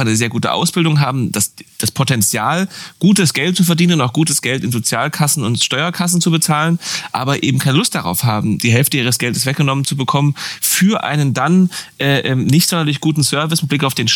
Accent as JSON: {"language": "German", "region": "Berlin", "country": "Germany", "said": "Als Berliner. Ich kann es verstehen."}